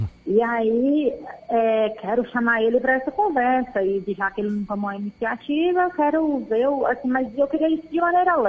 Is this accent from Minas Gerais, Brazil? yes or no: yes; Minas Gerais, Brazil; now in Brasília, Brazil; Eu sou mineira.